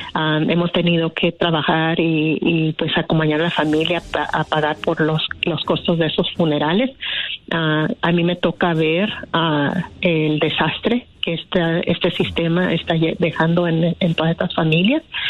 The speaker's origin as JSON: {"language": "Spanish", "country": "Mexico", "said": "nosotros como mexicanos"}